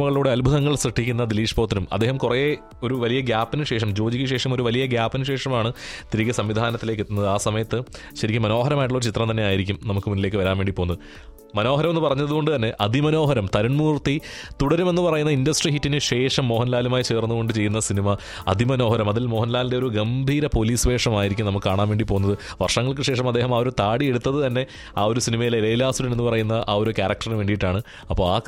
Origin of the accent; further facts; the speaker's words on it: Kollam, Kerala, India; ഞങ്ങൾ കൊല്ലംകാരാണ്